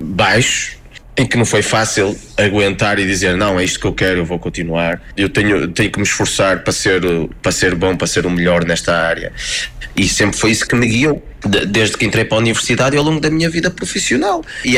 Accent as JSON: {"language": "Portuguese", "country": "Portugal", "moved": "yes", "said": "eu, enquanto português a viver no estrangeiro"}